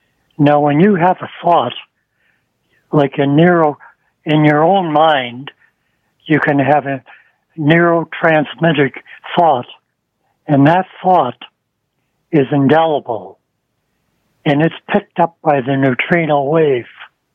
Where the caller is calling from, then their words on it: Toronto, Ontario, Canada; I'm from Scarborough.